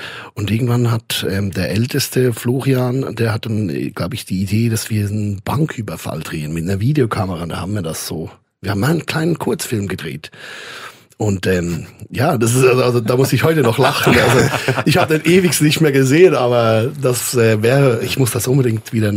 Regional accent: Vitznau, Lucerne, Switzerland; ich bin ja tatsächlich im Hotel Vietznauer Hof aufgewachsen, ja.

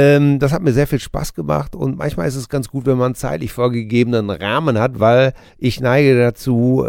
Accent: Hamm, North Rhine-Westphalia, Germany; Ich mache jedes Jahr hier in Hamm, in meinem Heimatort, ein Benefizkonzert für die Charity-Organisation Herzenswünsche.

